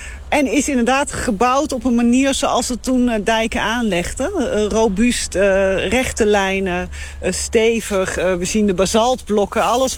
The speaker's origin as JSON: {"language": "Dutch", "region": "Flevoland", "country": "Netherlands", "tie": "born or raised there", "said": "Want ik ben natuurlijk opgegroeid in Flevoland"}